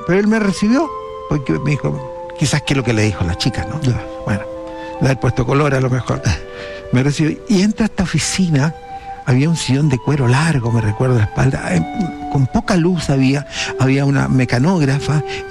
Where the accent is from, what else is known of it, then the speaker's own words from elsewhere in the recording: Iquique, Tarapacá, Chile; Yo había leído Inostroza cuando era chico en Iquique, de haber tenido 9 años, 10 años, leí El combate naval de Iquique, se me caían las lágrimas.